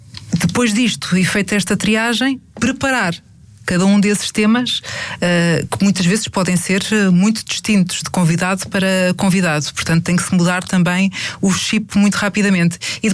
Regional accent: Lisbon, Portugal; como sou de Lisboa

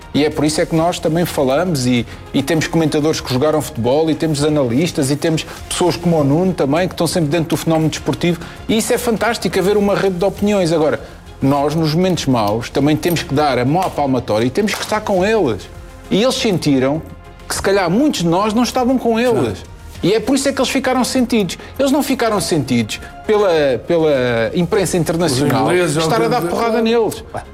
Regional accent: Portugal; Então, espera aí, nós somos portugueses, nós queremos o carinho dos nossos.

